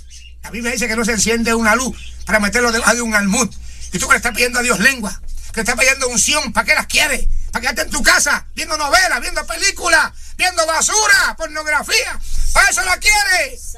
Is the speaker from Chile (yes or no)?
no; Bayamón, Puerto Rico; moved away; Yo fui a un día a Bayamón, mi pueblo de Puerto Rico.